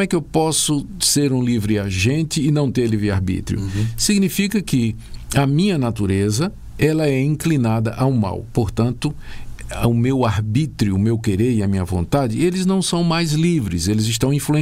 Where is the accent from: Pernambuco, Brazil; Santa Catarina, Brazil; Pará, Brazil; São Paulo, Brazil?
Pernambuco, Brazil; Recife; Opa, cidade onde eu cresci.